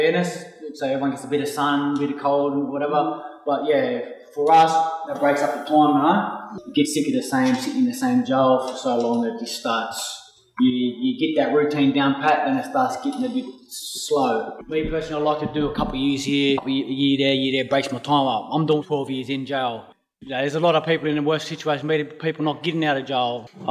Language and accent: English; Mount Druitt, New South Wales, Australia; born or raised there